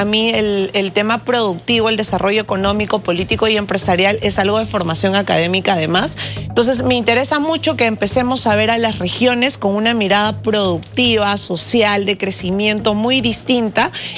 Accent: Jauja, Junín, Peru; Yo soy de Jauja, de la histórica primera capital del Perú, hija de la región Junín

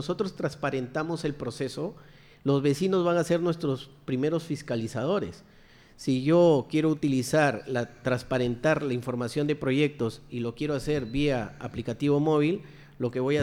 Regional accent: Chiclayo, Lambayeque, Peru; Regresé a Chiclayo, yo soy chiclayano, ¿no? Vivo en La Victoria, distrito donde siempre he vivido y sigo viviendo.

